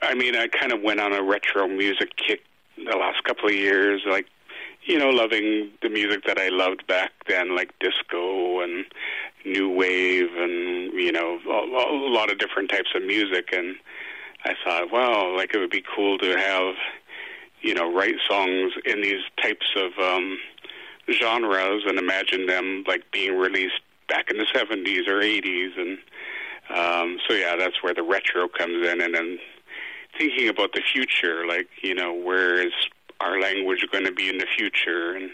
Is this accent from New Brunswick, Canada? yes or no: no; Vancouver, British Columbia, Canada; I was raised here in Vancouver, the youngest of 11 children, so... I became, I guess, very urbanized